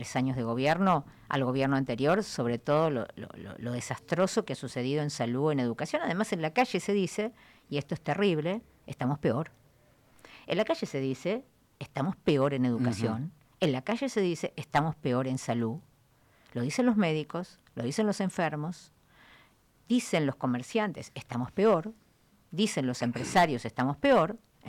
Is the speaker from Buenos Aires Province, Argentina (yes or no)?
no; Río Gallegos, Santa Cruz, Argentina; Yo soy una ciudadana de Río Gallegos.